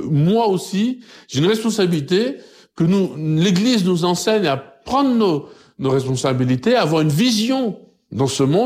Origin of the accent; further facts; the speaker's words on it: Martinique; Mais quand je suis en Martinique